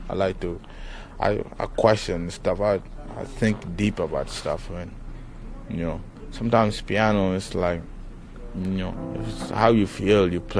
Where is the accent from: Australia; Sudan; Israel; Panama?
Sudan; Acholi; first language Acholi; English is a second language; now in United States; In Sudan, right? In Sudan, the national language is Arabic. But Sudan is mixed with a whole bunch of tribes, and my native language is Acholi. I'm from the Acholi tribe, you know? And I speak Acholi, Arabic, English is my third language.